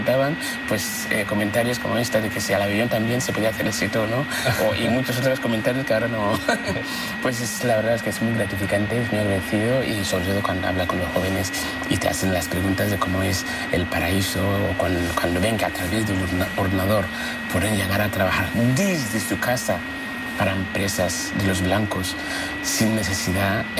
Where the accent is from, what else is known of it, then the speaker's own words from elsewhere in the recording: Peru; Y soy peruano. Mi padre es peruano, mi abuelo es peruano.